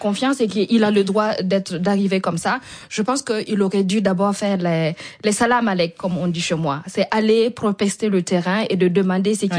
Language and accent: French; Burkina Faso; lui il s'est déplacé chez nous au Burkina, donc vous savez, en fait on a ce respect là chez nous les Burkinabés